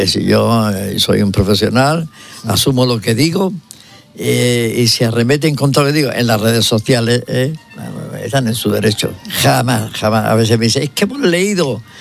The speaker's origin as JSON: {"language": "Spanish", "town": "Granada", "region": "Andalusia", "country": "Spain", "said": "yo soy granadino, es español y europeo."}